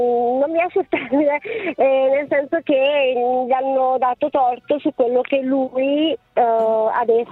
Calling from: Muggiò, Lombardy, Italy; mi chiamo da Muggio

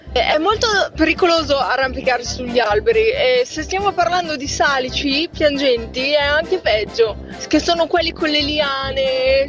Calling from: Codogno, Lombardy, Italy; da Codogno!

